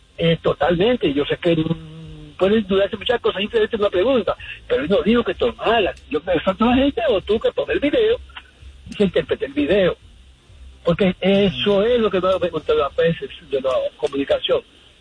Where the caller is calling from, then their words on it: Queens, New York, United States; Queens, New York.